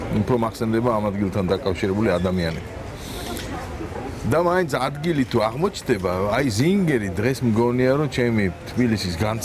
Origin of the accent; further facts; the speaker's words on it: Tbilisi, Georgia; თბილისი ჩემთვის პრინციპში ბავშვობიდან ესე იყო, რომ ყოველთვის იყო ხოლმე დაკავშირებული ადამიანებთან.